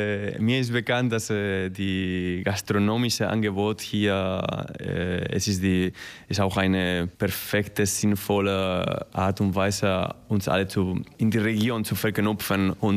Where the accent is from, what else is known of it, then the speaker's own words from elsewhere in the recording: Madrid, Community of Madrid, Spain; German is a second language; also born or lived in Alicante; Ich komme aus Madrid.